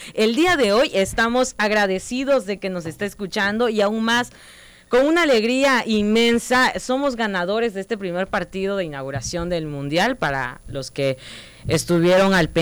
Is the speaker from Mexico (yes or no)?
yes; Nacajuca, Tabasco, Mexico; que somos de Nacajuca, orgullosamente de Nacajuca.